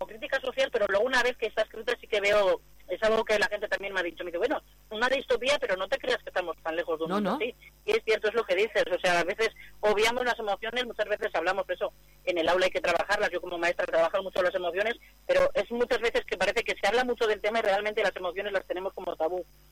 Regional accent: Amurrio, Basque Country, Spain; also born or lived in Ayala; now in Retes, Spain; aunque yo vivo en Retes y soy de Ayala, yo siempre he sido de Amurrio.

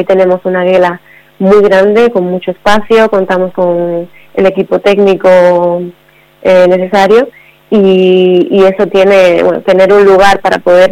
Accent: Cuba; also born or lived in Durango; now in Castro Urdiales, Spain; Eso es, yo soy cubana

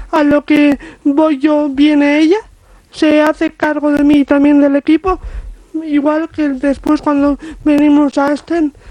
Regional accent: Guernica, Basque Country, Spain; cuando voy a Guernica, a mi pueblo, pues la gente pues ya me empieza a conocer más

